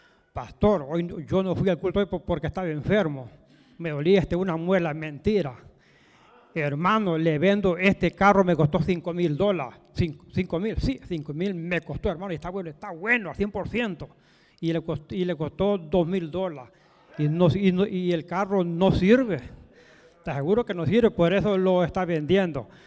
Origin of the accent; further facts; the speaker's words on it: Osicala, Morazán, El Salvador; Soy de San Salvador, departamento de Morazán, un pueblo que se llama Osicala, un cantón Aguazarca.